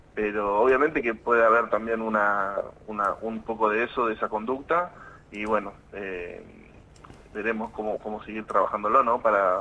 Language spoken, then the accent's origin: Spanish; Tierra del Fuego, Argentina; podemos aprovechar tanto los fueguinos